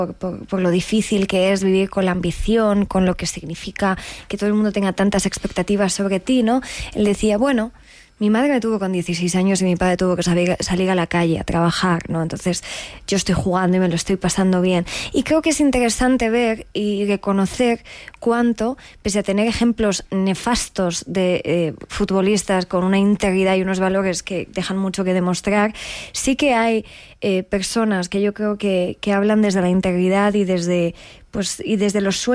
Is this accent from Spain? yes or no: yes; Spain; siendo españoles